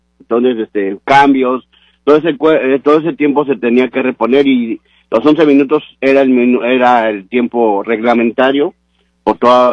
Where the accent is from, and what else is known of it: Mexico